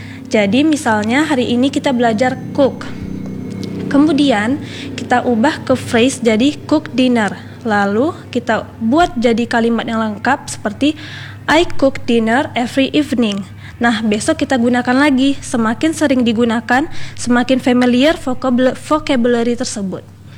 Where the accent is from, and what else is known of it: Ranai, Riau Islands, Indonesia; born there; also born or lived in Pekanbaru, Riau